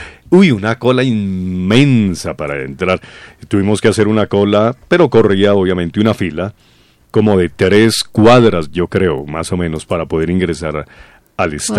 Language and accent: Spanish; Colombia